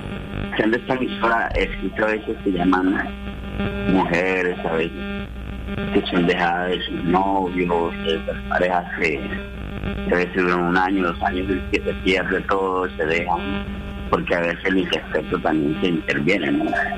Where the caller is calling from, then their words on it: Santa Marta, Magdalena, Colombia; Yo soy de Santa Marta, pero en una parcela, en una oficina, a unos 20 minutos del casco urbano, ¿no?